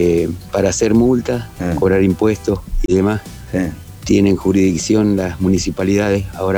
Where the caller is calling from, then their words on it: Santo Tomé, Argentina; Yo soy de Santo Tomé